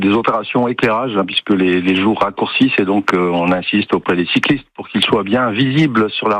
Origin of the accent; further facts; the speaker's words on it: Roubaix, Hauts-de-France, France; now in Bruay-sur-l'Escaut, France; Je suis originaire de Roubaix, donc on n'est pas loin des Flandres.